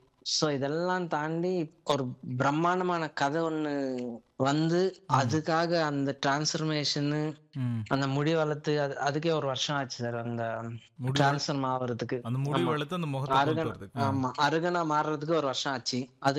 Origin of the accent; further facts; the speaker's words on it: Tirupati, Andhra Pradesh, India; திருப்பதியில போய் அங்க செட்டில் ஆயிட்டாங்க. ஸோ நான் அப்பால இருந்து நான் அப்பா பிறந்து வளர்ந்தது நான் பிறந்து வளர்ந்தது எல்லாமே திருப்பதி. ஆனா பூர்வீகான்னு பாத்தீங்கன்னா மகாபலிபுரம் தான் சார்.